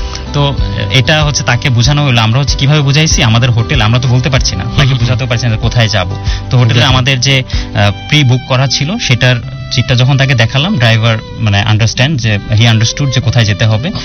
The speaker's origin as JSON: {"language": "Bangla", "country": "Bangladesh", "said": "আমরা বাংলাদেশি বাঙালিরা"}